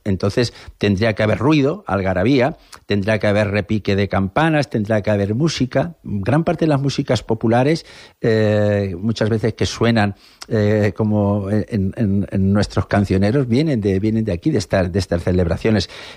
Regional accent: Tarazona de la Mancha, Castilla-La Mancha, Spain; born there; en Tarazona, mi pueblo

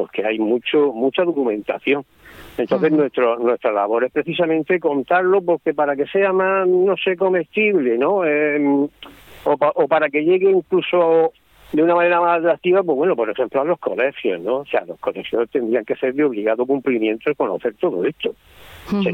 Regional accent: Murcia, Region of Murcia, Spain; y digo, pues yo soy de Murcia, y nadie sabía qué era y qué dónde estaba

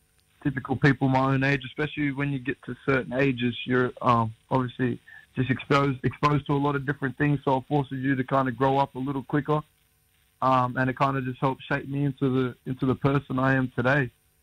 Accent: Sydney, New South Wales, Australia; growing up in Redfern in Sydney, footy, rugby league is the main sport.

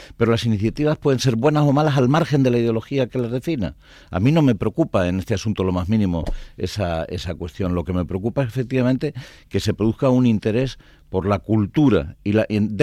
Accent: Canary Islands, Spain

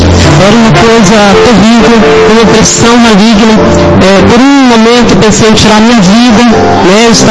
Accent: Mogi das Cruzes, São Paulo, Brazil; eu vim de Mogi das Cruzes ali no bairro Parque Olímpico, né?

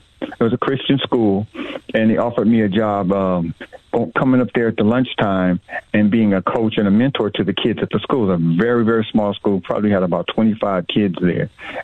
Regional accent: Los Angeles, California, United States; And I'm from South Central Los Angeles originally, so I grew up right there.

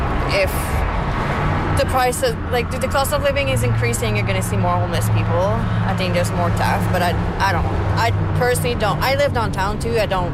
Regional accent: Kelowna, British Columbia, Canada; I've lived here since I was 2.

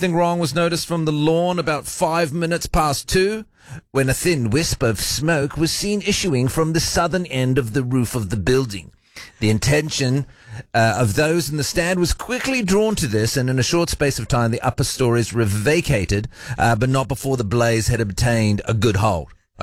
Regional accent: Dunedin, Otago, New Zealand; I'm coming to you live from the pretty city, my hometown of Dunedin.

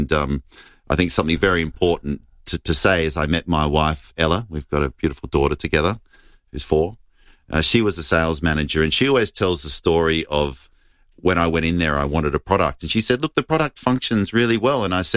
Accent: Adelaide, South Australia, Australia; So Adelaide's the 11th store, and it's super special that it's in my hometown.

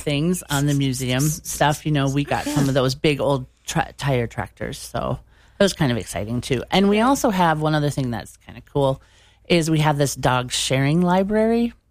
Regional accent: Maple Grove, Minnesota, United States; now in Bovey, United States; I grew up in Maple Grove, right? So, but at that time it wasn't a big city. It was small town feel, and it was all cornfields

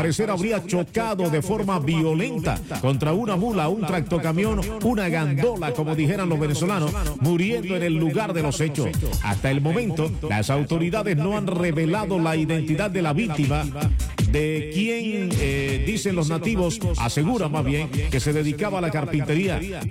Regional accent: Colombia; Música de mi tierra, para que no me olvides. Hoy hay que lucir nuestra bandera, nuestra tricolor. Hoy hay que lucir la camiseta de la Selección Colombia. Hay que sentirse orgulloso de ser buen colombiano.

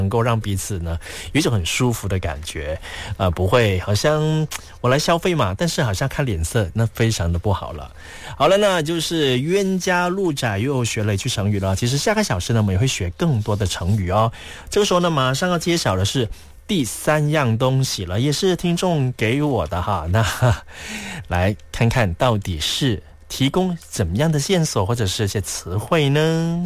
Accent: Malaysia

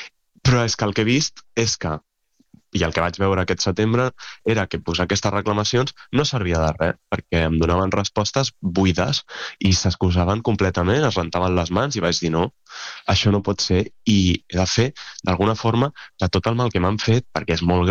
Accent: Pineda de Mar, Catalonia, Spain; now in Cerdanyola, Spain; jo sóc de Pineda de Mar i ara visc a Cerdanyola

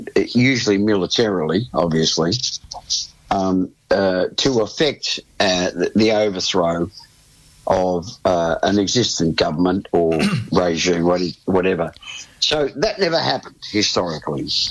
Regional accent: Australia

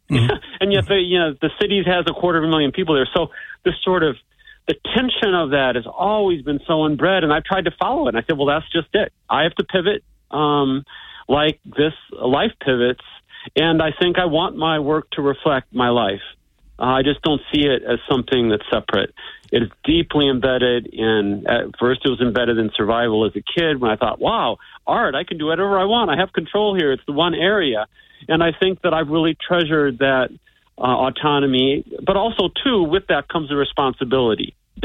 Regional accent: Davenport, Iowa, United States; now in Staten Island, New York, United States; I grew up on the Mississippi River in urban Iowa, and it was nothing like the bucolic area that people in other parts of the country might think.

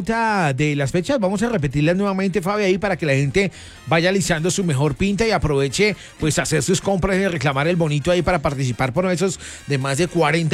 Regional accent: Boyacá, Colombia; Es que nosotros somos los boyacenses.

